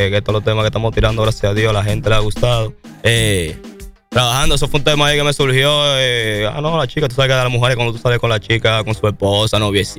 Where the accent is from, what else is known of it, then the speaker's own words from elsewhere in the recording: San Pedro de Macorís, Dominican Republic; born there; moved away; also born or lived in Barrio Almirante, Santo Domingo Este; Somos nací y criado de San Pedro, en Macorís.